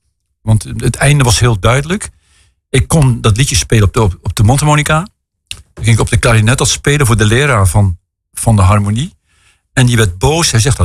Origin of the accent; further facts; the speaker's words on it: Westervoort, Gelderland, Netherlands; born there; En wij hadden als een van de weinigen in het dorp waar ik geboren ben, Westervoort, hadden wij tv.